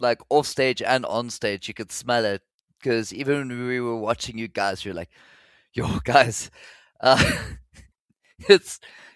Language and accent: English; Zimbabwe; now in South Africa; because when I moved here from Zimbabwe, in my neighborhood, I can confidently say I was the best guitarist.